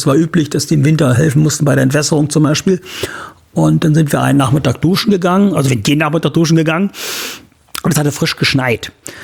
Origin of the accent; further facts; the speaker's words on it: Wieblitz, Saxony-Anhalt, Germany; Könnte ich hier in Wieblitz in meinem Heimatdorf jetzt weitermachen.